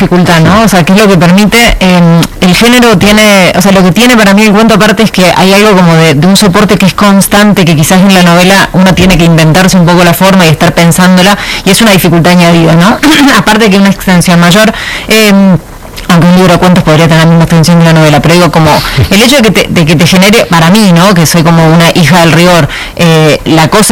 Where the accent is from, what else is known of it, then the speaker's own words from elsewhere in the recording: Argentina; Yo soy argentina y escribo cuentos.